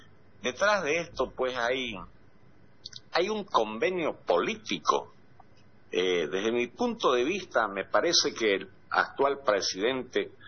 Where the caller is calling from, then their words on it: Santa Cruz, Bolivia; yo como cruceño y mucha gente cruceña